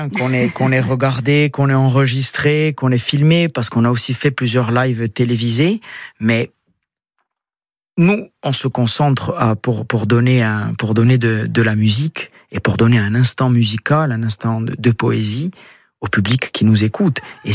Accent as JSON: {"language": "French", "region": "Corsica", "country": "France", "said": "l'on vient d'une île de Méditerranée"}